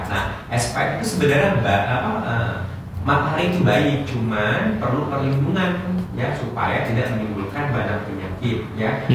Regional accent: Indonesia; orang Asia, orang Indonesia khususnya, ataupun kita orang Asia, memang tone kulitnya agak lebih gelap secara genetik.

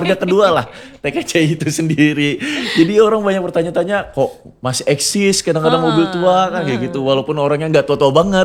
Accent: Palangka Raya, Central Kalimantan, Indonesia; born there; saya memang kelahiran Palangkaraya kan.

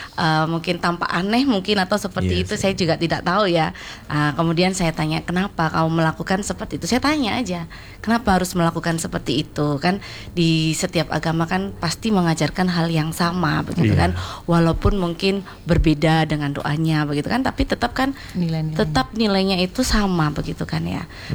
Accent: Java, Indonesia; Kami kan orang Jawa begitu kan ya.

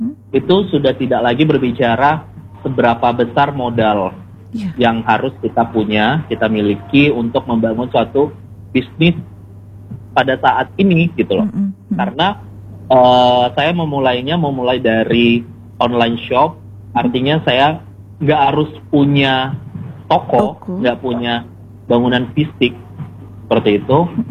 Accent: Jambi, Indonesia; also born or lived in Yogyakarta; Salam kenal … Saya berasal dari Jambi.

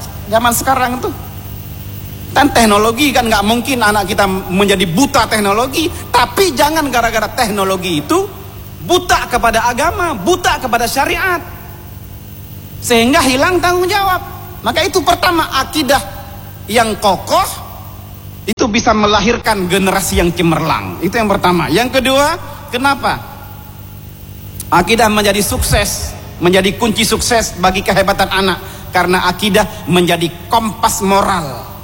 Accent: Aceh, Indonesia; kita menjadi anak orang Aceh ini punya apa?

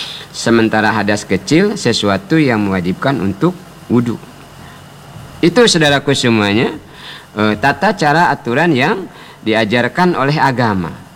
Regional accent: Bangka Belitung Islands, Indonesia; Kalau kata kita orang Bangka, bedarup.

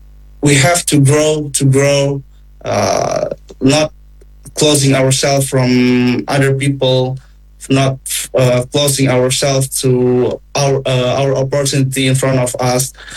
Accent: Indonesia; moved away as an adult; now in Russia; I'm from Indonesia

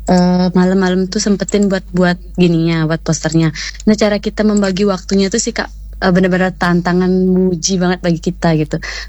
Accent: Buleleng, Bali, Indonesia; Sedangkan rumah kita tuh jauh gitu, Tirta dari Karangasem, saya dari Bleleng gitu.

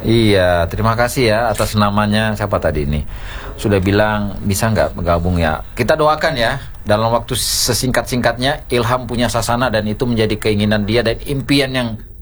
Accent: Southeast Sulawesi, Indonesia

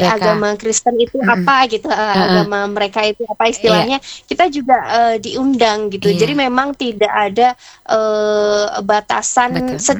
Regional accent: Java, Indonesia; saya masih ingat betul waktu dulu semasa kecil, ketika di Jawa

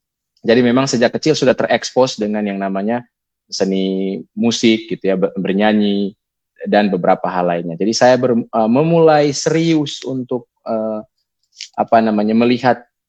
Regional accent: Ruteng, East Nusa Tenggara, Indonesia; moved away as an adult; also born or lived in Elar, East Manggarai; now in Jakarta, Indonesia; saya lahir di Elar dan bertumbuh di Kota Ruteng. Kemudian pada saat berkuliah, saya hijrah ke Jakarta dan sudah sekitar hampir belasan

